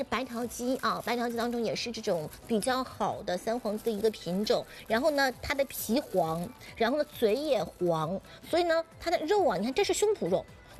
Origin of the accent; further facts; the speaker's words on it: Shanghai, China; 我们上海人洋气的配红酒